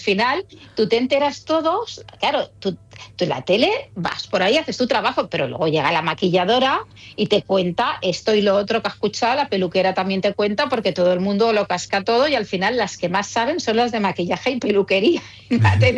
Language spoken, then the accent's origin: Spanish; Catalonia, Spain; now in Madrid, Spain; Mira, yo soy catalana